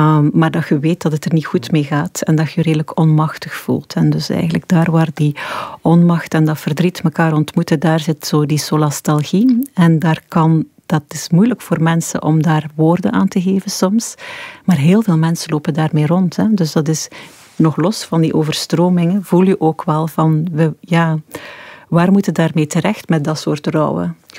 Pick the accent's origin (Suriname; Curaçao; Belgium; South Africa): Belgium; Flanders; accent: Flemish; mijn accent gaan doen denken aan die Vlamingen die daar kwamen helpen.